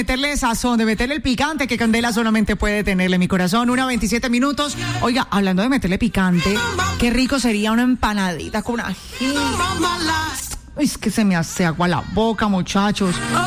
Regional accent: Cali, Valle del Cauca, Colombia; como buenos caleños que somos, que nos encanta la rumba, que nos encanta el alboroto, que nos encanta el foforro

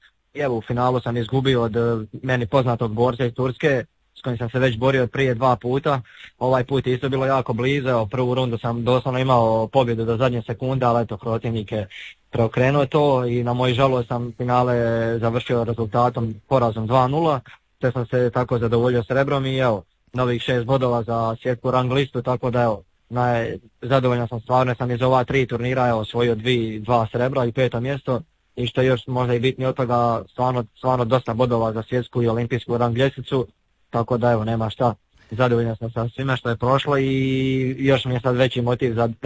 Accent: Zagreb, City of Zagreb, Croatia; I onda me kroz 11. mjesec očekuje još 2 turnira, G1 kod nas u Zagrebu Croatia Open i u Beogradu Srbija Open

